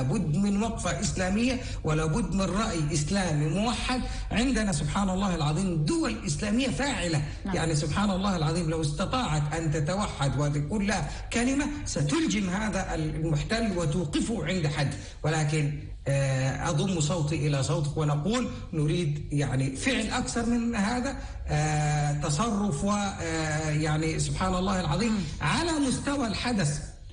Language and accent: Arabic; Egypt; نتأثر به كمصريين